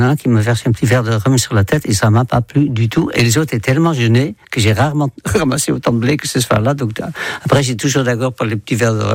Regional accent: Netherlands; moved away as an adult; c'était aux Pays-Bas. Et j'ai quitté les Pays-Bas quand j'avais 21 ans, donc ça fait 61 ans.

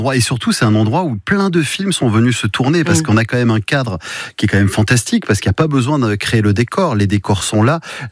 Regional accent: Carcassonne, Occitanie, France; moved away; J'y suis né.

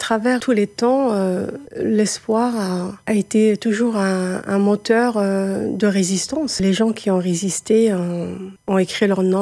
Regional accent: Algiers, Algiers Province, Algeria; moved away; J'ai grandi à Alger, je ne parle pas bien le Kabyle, mais j'adore cette culture, ça m'a nourrie.

